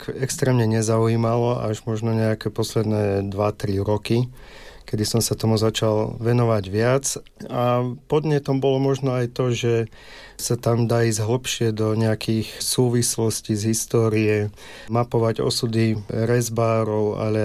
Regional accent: Hriňová, Banská Bystrica Region, Slovakia; Tým, že pochádzam z Hriňovej

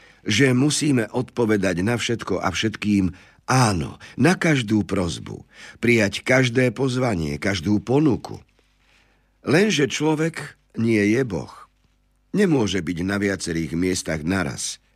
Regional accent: Prešov Region, Slovakia; ako sa u nás na Šariši vraví

